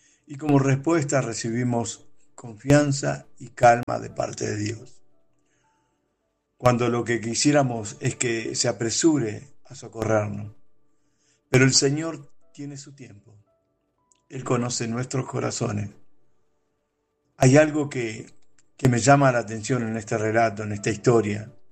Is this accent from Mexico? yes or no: no; Argentina; soy de Argentina